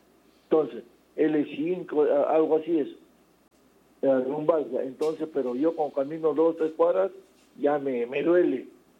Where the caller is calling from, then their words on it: Trujillo, La Libertad, Peru; llamo de Trujillo.